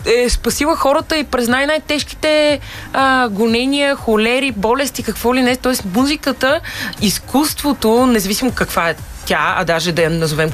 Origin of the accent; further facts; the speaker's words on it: Sofia, Sofia City, Bulgaria; От София съм.